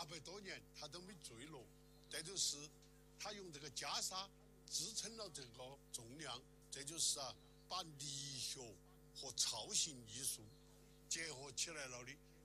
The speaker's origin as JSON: {"language": "Chinese", "region": "Sichuan", "country": "China", "said": "你们叫热闹，我们四川人叫闹热。"}